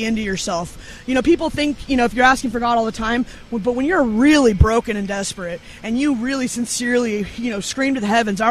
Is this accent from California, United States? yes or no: yes; Sacramento, California, United States; I come from Sacramento, California. Yeah, I know, all the way out there.